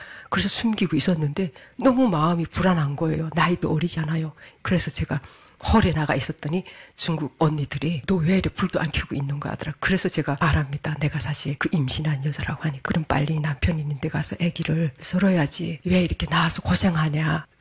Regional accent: North Korea; moved away as an adult; also born or lived in China; 나는 갈 데가 없다고. 나는 조선에서 왔다고 하니까

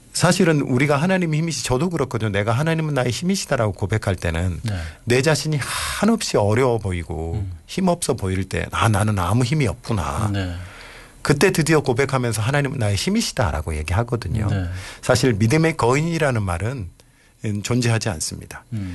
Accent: Yeosu, South Jeolla, South Korea; moved away; 제 고향이 여수니까

